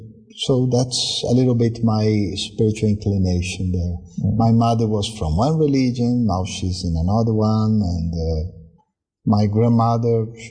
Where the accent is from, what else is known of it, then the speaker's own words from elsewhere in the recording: Brazil; I'm from middle class, and middle class in Brazil, at least at that time, we were quite open, especially in a city like São Pa